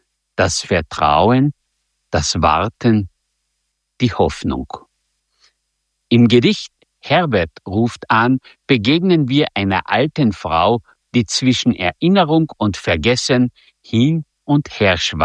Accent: Völkermarkt, Carinthia, Austria; accent: Carinthian dialect; Ich komme aus dem Großraum Völkermarkt

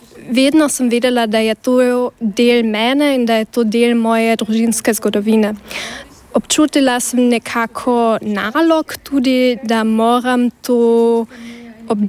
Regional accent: Carinthia, Austria

